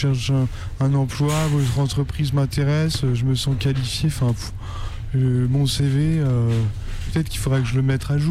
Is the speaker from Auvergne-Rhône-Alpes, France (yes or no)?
yes; Clermont-Ferrand, Auvergne-Rhône-Alpes, France; je viens de Clermont-Ferrand, clairement pas de taf.